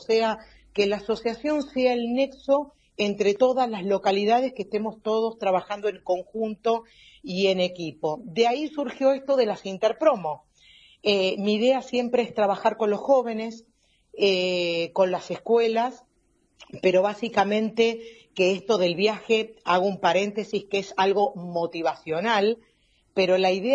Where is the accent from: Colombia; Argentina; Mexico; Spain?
Argentina; Volcán, Jujuy; yo soy de la localidad del Volcán. Bueno, tengo mi posada, mi lugar aquí.